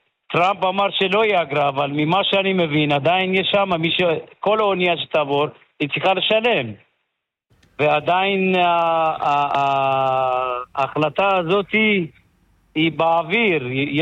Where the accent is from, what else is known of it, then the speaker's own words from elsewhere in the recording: Iran; now in Nahariya, Israel; אני בתור יהודי, איראני